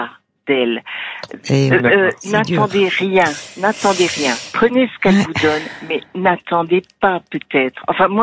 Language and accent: French; Toulouse, Occitanie, France; vous savez.